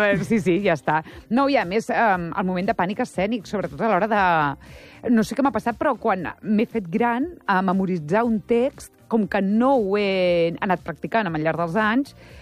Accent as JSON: {"language": "Catalan", "town": "Premià de Mar", "region": "Catalonia", "country": "Spain", "tie": "born or raised there", "said": "L'última Premià de Mar a casa meva, al meu poble."}